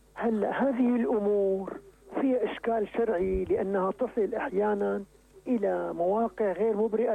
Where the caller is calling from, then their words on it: Damascus, Damascus Governorate, Syria; من الشام.